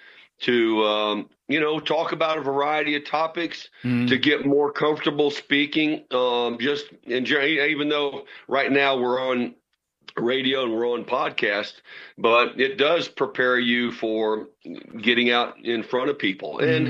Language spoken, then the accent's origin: English; St. Charles, Missouri, United States; born or raised there